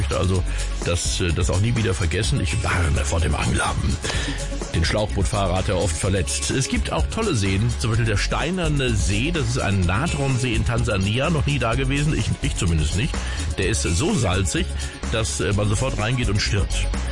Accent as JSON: {"language": "German", "region": "Rhineland-Palatinate", "country": "Germany", "said": "Solche Grammatikfallen gibt es natürlich auch im Westerwald gerade, wo ich herkomme."}